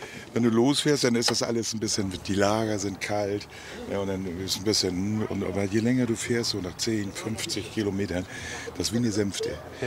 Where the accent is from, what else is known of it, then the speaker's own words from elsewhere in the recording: Hamburg, Germany; Ja, ich bin ursprünglich Hamburger, aber lebe schon seit über 20 Jahren in Schleswig-Holstein.